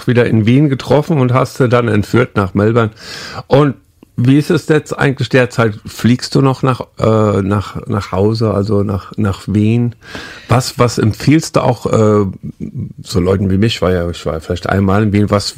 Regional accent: Frankfurt, Hesse, Germany; now in Australia; Ja, ich komme aus Hessen … in Frankfurt sagen wir natürlich Morge oder Ei gute Weh.

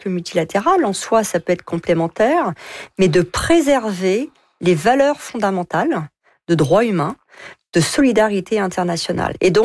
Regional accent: France

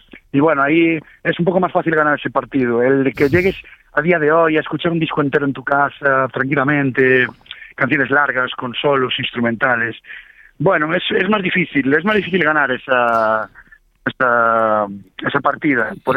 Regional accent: Ourense, Galicia, Spain; now in Santiago de Compostela, Spain

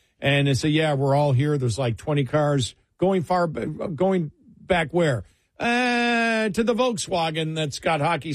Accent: Buffalo, New York, United States; born there

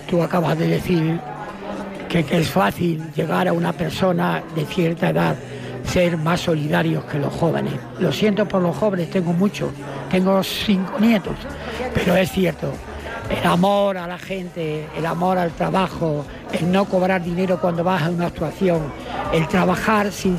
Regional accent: Plasencia, Extremadura, Spain; born there; soy de La Salle, soy Salle de aquí de Plasencia

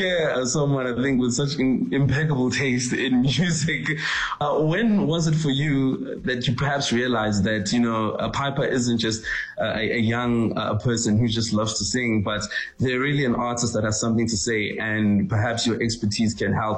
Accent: Durban, KwaZulu-Natal, South Africa; now in Johannesburg, South Africa; because I'm also from Durban. I live in Joburg, but Durban is where I'm from.

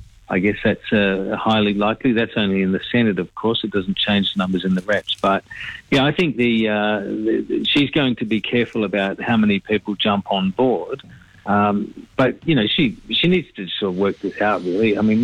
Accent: South Australia, Australia; I know, because I'm originally from South Australia, and the guy's name is John Olson, a former Liberal premier in that state.

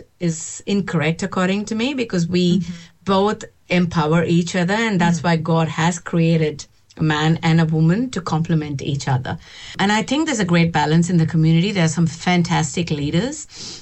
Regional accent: Australia; ethnicity, but having lived my life pretty much in Australia, I carry a mix of my own ethnicity as well as being an Australian.

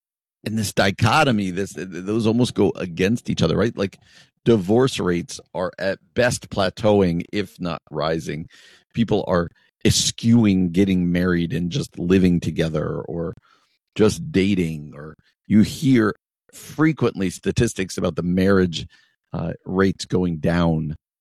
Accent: New Jersey, United States; in New Jersey, in my home state, my original home state, not where I am now, but where I grew up.

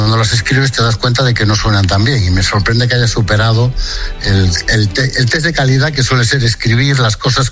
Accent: Galicia, Spain; Sí, yo soy de la Mariña de Lugo, que es lo más gallego que se puede ser.

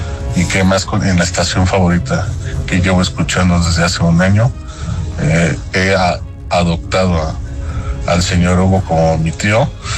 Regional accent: Mexico City, Mexico; soy originario de la Ciudad de México, tengo 41 años de edad.

